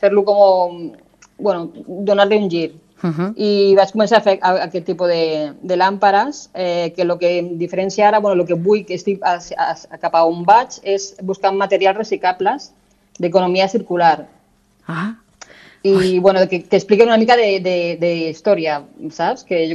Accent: Murcia, Region of Murcia, Spain; born there; moved away as an adult

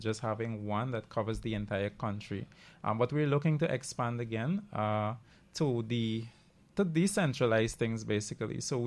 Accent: Pomeroon-Supenaam, Guyana; I'm from Essequibo. I'm actually from the Essequibo Coast. I live and work there.

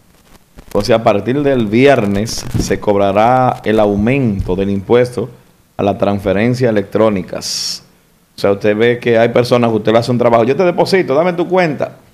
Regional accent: Dominican Republic; lo primero que se paran a socorrer somos los dominicanos

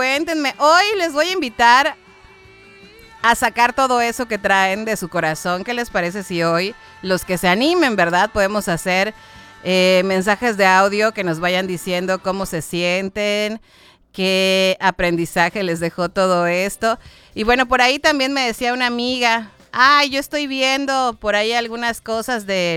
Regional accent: Mexico; que no solo ellos, sino nosotros como mexicanos lo dejamos todo, absolutamente todo.

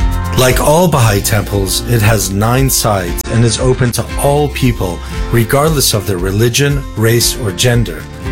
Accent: Papua New Guinea; As some of you may know, I was raised in Papua New Guinea

